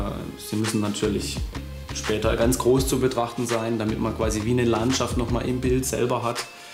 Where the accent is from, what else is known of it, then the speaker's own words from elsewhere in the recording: Simonswald, Baden-Württemberg, Germany; Ich bin ja in Simonswald aufgewachsen, sehr konservatives Dorf.